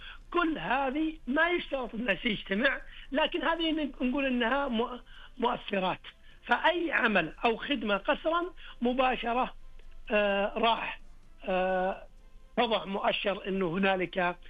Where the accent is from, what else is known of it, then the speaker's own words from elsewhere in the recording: Saudi Arabia; الطفل عندنا في المملكة العربية السعودية حتى يبلغ 18 من عمره.